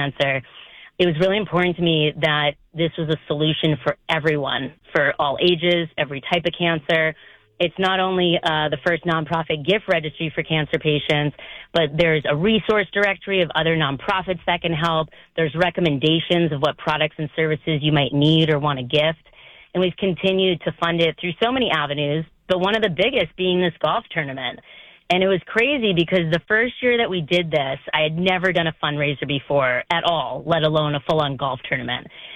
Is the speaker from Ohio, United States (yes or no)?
no; Andover, Massachusetts, United States; moved away; my hometown of Andover